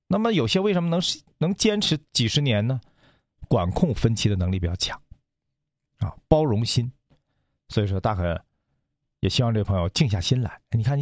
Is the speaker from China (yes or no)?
yes; China